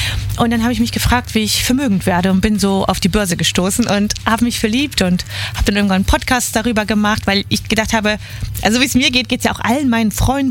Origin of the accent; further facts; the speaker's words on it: Wuppertal, North Rhine-Westphalia, Germany; moved away as an adult; also born or lived in Düsseldorf; now in Munich, Germany; Ich bin in Wuppertal groß geworden.